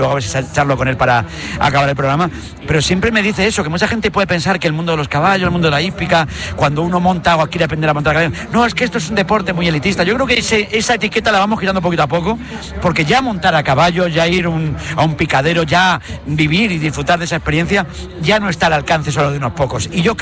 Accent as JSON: {"language": "Spanish", "town": "Mijas", "region": "Andalusia", "country": "Spain", "tie": "born or raised there", "said": "desde mi pueblo de Mijas"}